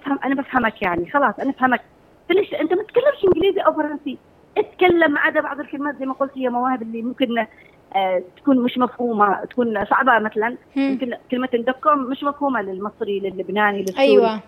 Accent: Aden, Yemen; accent: Adeni; moved away; نظل نحب لكنتنا العدنيه وانا على فكره اسافر ومعتزه واحس انها تفتهم ما عدا مره دخلت محل بمصر نحن نتكلم عدني ولهجتنا شو العدنية قريبة من المغربي والتونسي

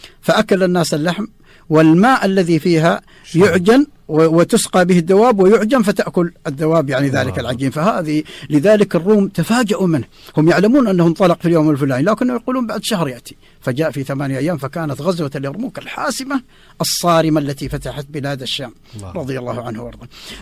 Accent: Saudi Arabia; بلادنا المملكة العربية السعودية

